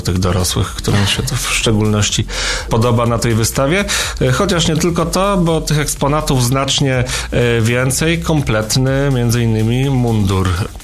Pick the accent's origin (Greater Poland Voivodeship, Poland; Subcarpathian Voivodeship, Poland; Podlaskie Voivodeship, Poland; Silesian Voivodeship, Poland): Greater Poland Voivodeship, Poland; Konin; wychowałem się w domu graniczącym przez płot z Konicką brykietownią przy ulicy Gajowej, w jednym z tych fińskich domków